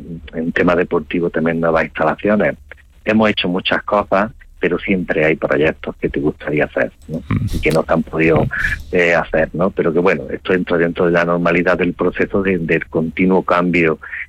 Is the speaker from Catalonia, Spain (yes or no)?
no; Fuente Vaqueros, Andalusia, Spain